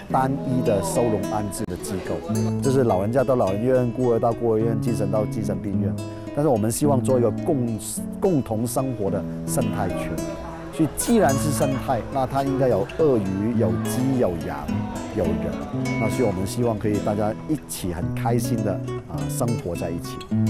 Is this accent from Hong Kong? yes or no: yes; Hong Kong; moved away as an adult; now in Kaohsiung, Taiwan; 我来台湾已经26年，但是我也拿了身份证了，所以我是扎港的台湾人。